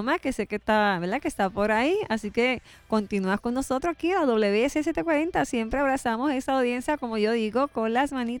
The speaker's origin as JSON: {"language": "Spanish", "town": "Corozal", "country": "Puerto Rico", "said": "yo no sé dónde están los de mi pueblo de Corozal."}